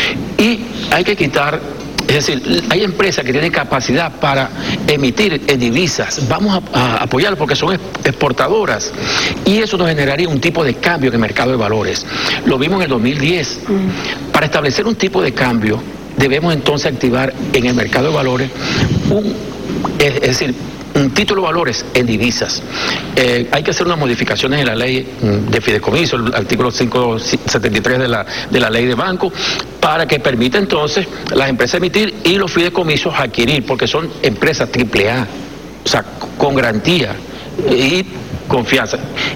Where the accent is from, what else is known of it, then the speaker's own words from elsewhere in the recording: Venezuela; Así somos los venezolanos.